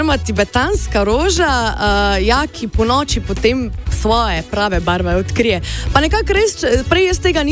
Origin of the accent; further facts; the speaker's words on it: Styria, Slovenia; jaz sem sicer Štajerka, bolj z pohorskih koncov